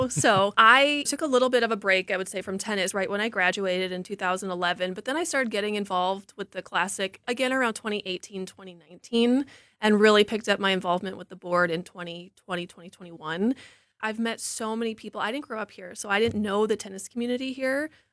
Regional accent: Michigan, United States; moved away as an adult; now in Milwaukee, United States; I grew up in the Detroit suburbs.

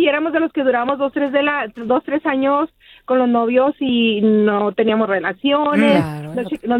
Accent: Chihuahua, Mexico; Yo soy de Chihuahua. Chihuahua.

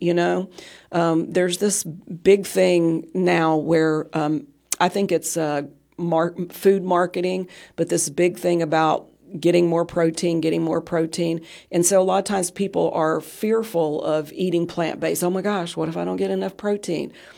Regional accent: West Virginia, United States; Well, I grew up in West Virginia thinking that you season with fat. That's how I grew up.

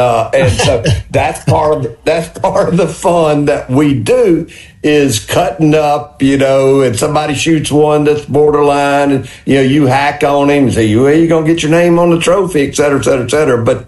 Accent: Mississippi, United States; I grew up in Walthall County on a farm

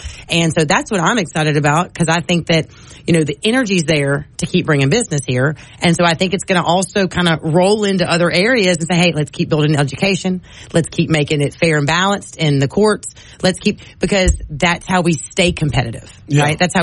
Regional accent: Louisiana, United States; he heard I was from Louisiana

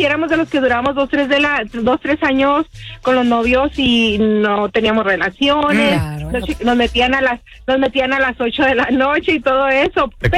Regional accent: Chihuahua, Mexico; Yo soy de Chihuahua. Chihuahua.

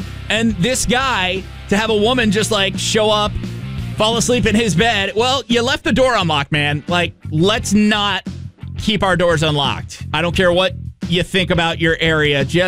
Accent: Richmond, United States; growing up in Richmond where I was. And it wasn't like a bad area

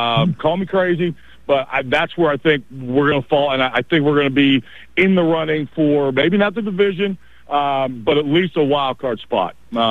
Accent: Finleyville, Pennsylvania, United States; I grew up in Finleyville, so, you know, about 10 miles away from Monongahela

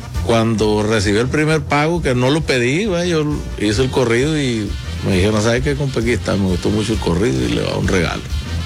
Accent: Culiacán, Sinaloa, Mexico; Yo nací en Culiacán, Sinaloa.

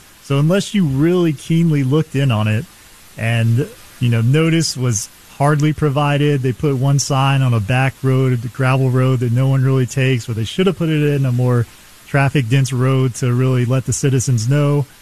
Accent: United States; I grew up in Fayette County

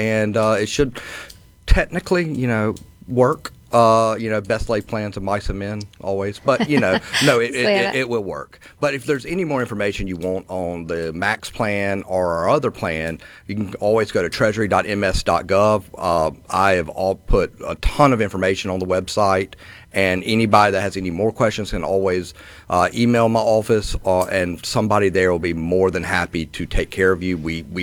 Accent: Mississippi, United States; I mean, you know, growing up in Mississippi all my life, and you know, we're always kind of the butt of everybody's joke, but we're not anymore.

